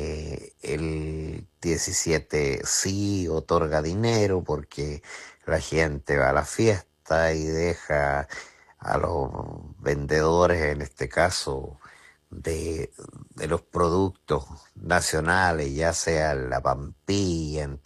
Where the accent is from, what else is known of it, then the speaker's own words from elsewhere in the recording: Chile; nosotros somos chilenos y chilenos de corazón. Siempre nos ha corrido la sangre bien chilena